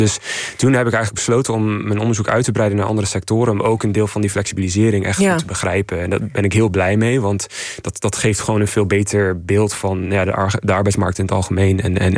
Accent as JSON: {"language": "Dutch", "country": "Canada", "moved": "yes", "said": "ik kom oorspronkelijk uit Canada."}